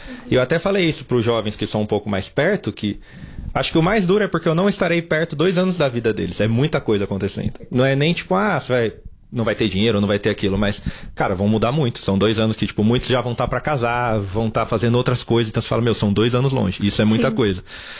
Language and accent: Portuguese; São Paulo, Brazil; moved away as an adult; eu cresci em São Paulo